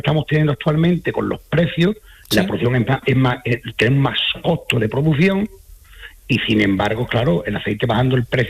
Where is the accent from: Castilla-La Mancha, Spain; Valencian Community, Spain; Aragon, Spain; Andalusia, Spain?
Andalusia, Spain; Villanueva de San Juan; porque es curioso que mi pueblo, tú dices Villanueva de San Juan, y no sabe nadie ubicarlo donde está, ¿eh?